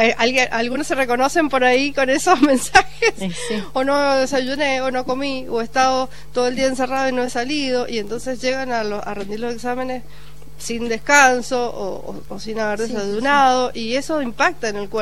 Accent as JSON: {"language": "Spanish", "country": "Argentina", "said": "Soy argentina, también soy futbolera."}